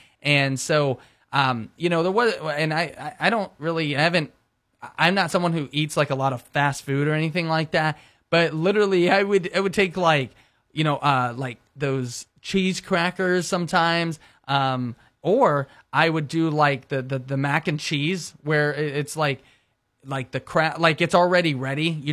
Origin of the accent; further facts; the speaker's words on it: Las Vegas, Nevada, United States; moved away; growing up in Las Vegas, Nevada